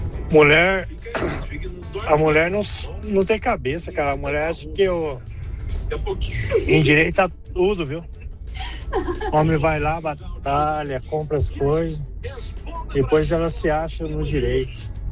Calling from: Araucária, Paraná, Brazil; Araucária, Paraná, Brasil.

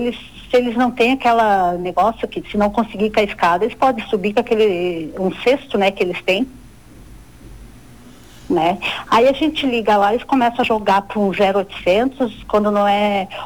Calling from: Brazil; Eu sou do Guadalupe, do bairro Guadalupe

